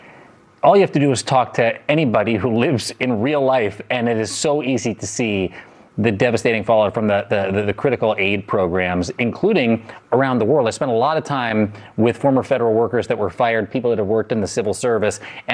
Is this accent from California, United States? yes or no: yes; California, United States; Congressman Robert Garcia from my home state of California.